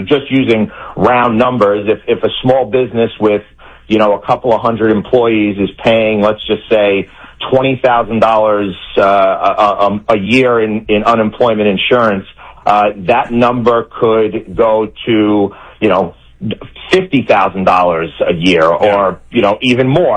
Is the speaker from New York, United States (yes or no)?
yes; New York, United States; Like I said, my home state of New York, $2 million a day in fraud